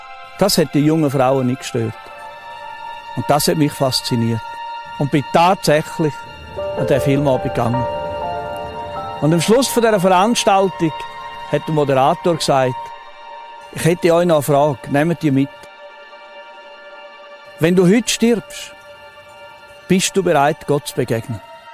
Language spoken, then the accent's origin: German; Switzerland; habe ich die Armeewaffen geladen, die ich als Schweizer Soldat in der Stube hatte.